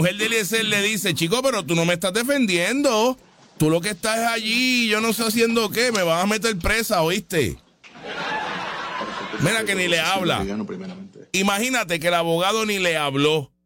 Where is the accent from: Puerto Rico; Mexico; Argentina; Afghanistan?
Puerto Rico; Pues yo como puertorriqueño quiero que se quede allí la palguera.